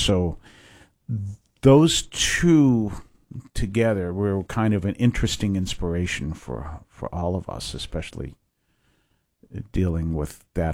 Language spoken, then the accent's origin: English; Weymouth, Massachusetts, United States; I grew up not too far from here. I grew up in Weymouth, Massachusetts, about a mile up from Weymouth Landing.